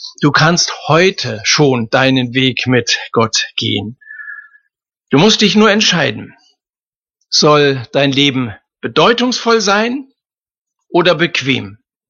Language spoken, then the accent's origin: German; Hesse, Germany; Die Fläche kaum größer als mein Heimatland Hessen.